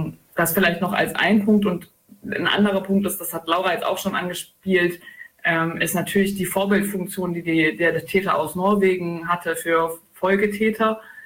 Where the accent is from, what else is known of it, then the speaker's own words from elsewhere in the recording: Jena, Thuringia, Germany; wir kommen aus Jena